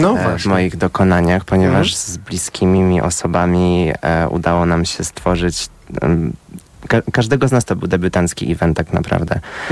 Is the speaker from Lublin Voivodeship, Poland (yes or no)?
no; Kielce, Świętokrzyskie Voivodeship, Poland; moved away; Może w Kielcach. Może będzie reunion z moim rodzinnym miastem.